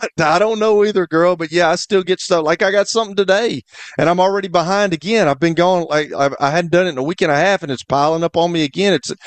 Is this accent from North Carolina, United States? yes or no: yes; Fayetteville, North Carolina, United States; I'm from Fayetteville, man. Y'all know I'm country as cornbread